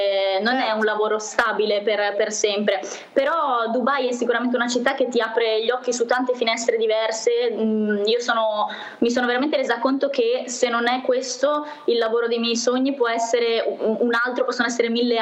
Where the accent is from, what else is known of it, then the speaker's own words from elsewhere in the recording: Ospedaletti, Liguria, Italy; Poi Ospedaletti è il mio paesino da sempre, quindi io lì ho le mie radici e lì mi sento sempre di tornare a casa